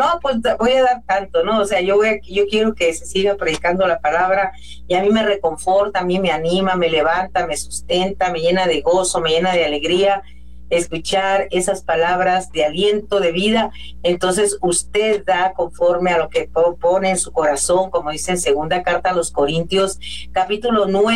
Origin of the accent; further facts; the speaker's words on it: Mexico; soy mexicana